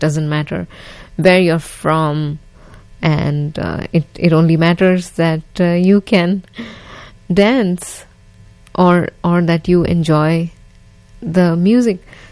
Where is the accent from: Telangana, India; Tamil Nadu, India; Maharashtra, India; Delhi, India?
Maharashtra, India; Mumbai; first language Gujarati; English is a second language; Speaking of Gujarati, that is my mother tongue, and that is the state in India, Gujarat, where my family is from. And I grew up attending these Garba performances in Mumbai